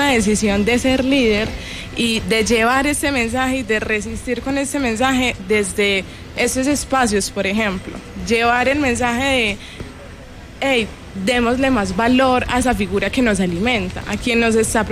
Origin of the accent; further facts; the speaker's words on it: San Antonio de Prado, Antioquia, Colombia; Yo soy de San Antonio de Prado, el corregimiento de aquí de la ciudad de Medellín.